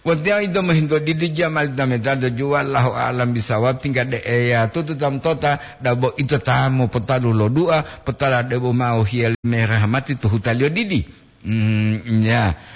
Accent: Gorontalo, Indonesia; now in Manado, Indonesia; saya orang Gorontalo tapi tinggal di Manado.

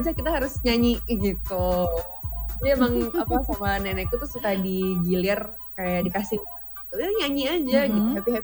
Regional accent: Jakarta, Indonesia; Mamaku tuh orang Sukabumi, papaku tuh orang Jakarta, Bandung Purwakarta. Tapi memang aku tuh udah lahir besar di Jakarta dan keluargaku semuanya udah di Jakarta, jadi aku nggak pernah pulang kampung

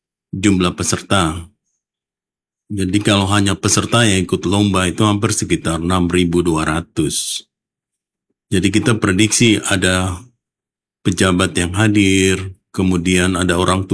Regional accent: Papua, Indonesia; budaya kita, Papua

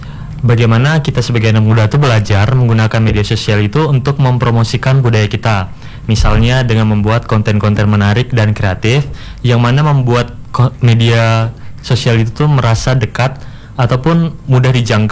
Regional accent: Mandor, West Kalimantan, Indonesia; now in Pontianak, Indonesia; Kalau saya aslinya dari Desa Mandor, Kabupaten Landak, Kak.

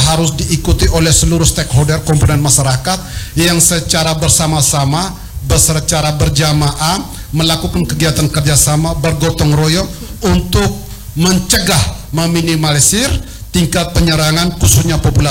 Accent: Nuakota, Indonesia; Lebih spesifiknya di Desa Manulondo, kampung saya tercinta ini, yaitu Kampung Nuakota.

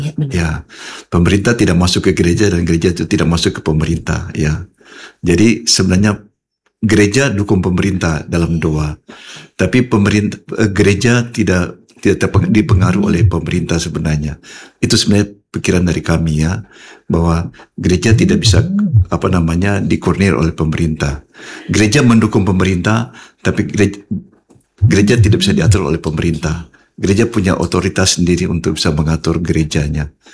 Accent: Sorong, Southwest Papua, Indonesia; saya ya, emang orang Sorong juga lahir di Sorong.

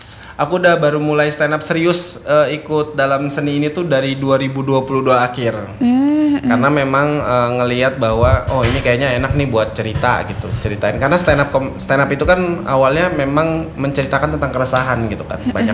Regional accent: Berau, East Kalimantan, Indonesia; now in Samarinda, Indonesia; Kan dulu aku di Berau dulu sebenarnya, aku aslinya Berau.

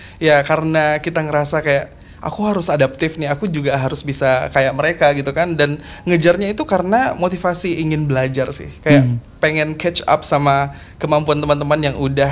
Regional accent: Sanggau, West Kalimantan, Indonesia; Ya, FYI, aku itu dari daerah ya, aku dari Sanggau, dari Kabupaten Sanggau

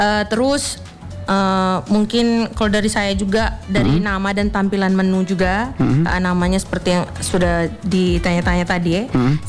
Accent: Flores, East Nusa Tenggara, Indonesia; kita orang Flores, orang Timur

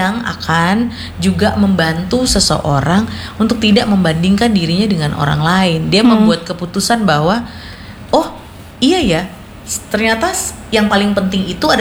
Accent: Sorong, Southwest Papua, Indonesia; born there; moved away as an adult; also born or lived in Yogyakarta; Jadi saya waktu SMA itu saya kecelakaan di Sorong, sebelum saya akhirnya kuliah di Jogja.

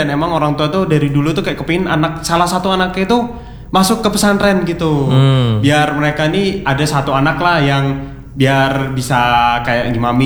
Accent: Banyuwangi, East Java, Indonesia; Banyuwangi.

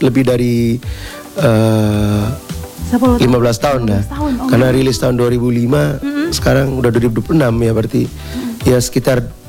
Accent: Larantuka, East Nusa Tenggara, Indonesia; born there; kita lahir di Larantuka

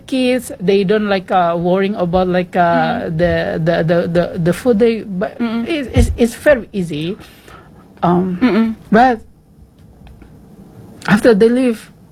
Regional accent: Southeast Sulawesi, Indonesia; born or raised there; moved away

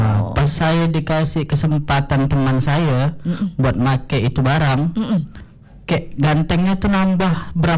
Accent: Bengkayang, West Kalimantan, Indonesia; now in Pontianak, Indonesia; Saya kan kebetulan dari Bengkayang nih ya.

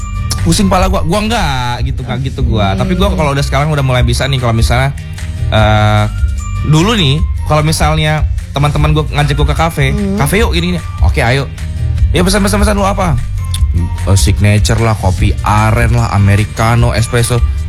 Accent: Lampung, Indonesia; dibilangnya gue orang Lampung dan gue perokok

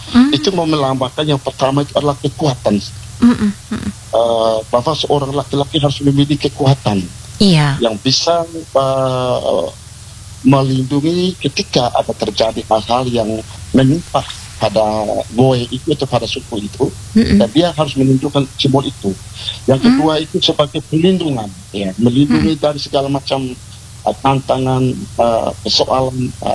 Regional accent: Bajawa, East Nusa Tenggara, Indonesia; asal usul kami orang Ngada khususnya Bejawa.

